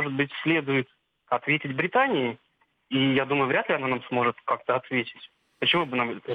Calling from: Saint Petersburg, Russia; я из Санкт-Петербурга.

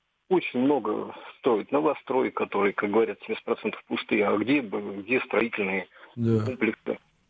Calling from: Moscow, Russia; Город Москва

